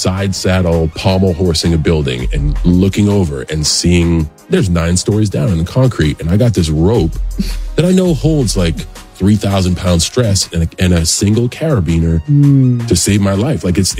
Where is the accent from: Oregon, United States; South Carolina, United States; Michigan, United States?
South Carolina, United States; Moncks Corner; also born or lived in Charleston / Columbia; I'm from Monk's Corner, South Carolina.